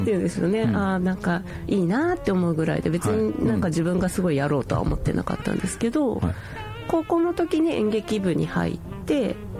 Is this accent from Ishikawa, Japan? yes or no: no; Toyota, Aichi, Japan; 愛知県豊田市です。